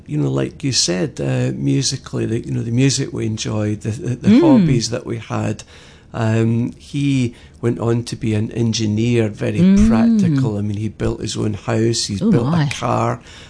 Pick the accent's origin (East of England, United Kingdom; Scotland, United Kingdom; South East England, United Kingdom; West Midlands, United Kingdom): Scotland, United Kingdom; Glasgow; now in Bermuda; And I was born and bred, as you referenced, in the city of Glasgow